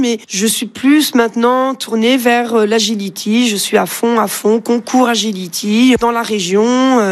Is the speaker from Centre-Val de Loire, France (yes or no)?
yes; Vierzon, Centre-Val de Loire, France; je suis de Vierzon.